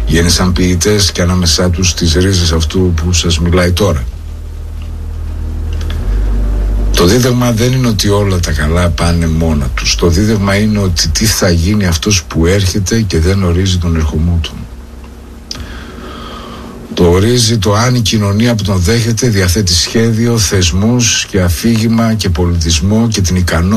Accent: Greece; Εμείς επιλέξαμε λοιπόν ως Ελλάδα, ως Έλληνες

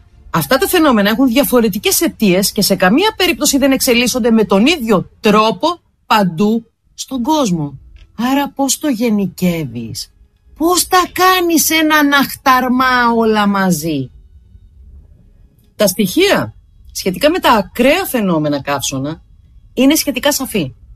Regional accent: Heraklion, Crete, Greece; εδώ στην πόλη μου, στο Ηράκλειο, έχουν φαίνεται πάρα πολλά χρόνια τώρα, έχουν μια αλλεργία στο πράσινο.

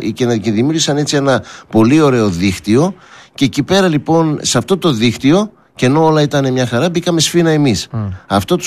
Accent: Greece; σαν Έλληνες

